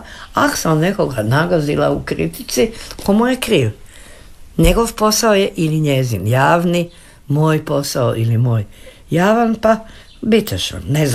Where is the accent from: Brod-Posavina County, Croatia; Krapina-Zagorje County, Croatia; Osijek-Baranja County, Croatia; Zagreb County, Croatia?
Osijek-Baranja County, Croatia; Osijek; tako da je meni taj moj rodni grad ostao u dobroj uspomeni